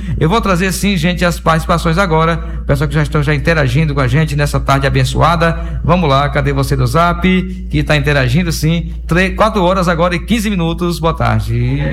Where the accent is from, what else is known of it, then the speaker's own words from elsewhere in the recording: Água Branca, Piauí, Brazil; eu sou de Água Branca do Piauí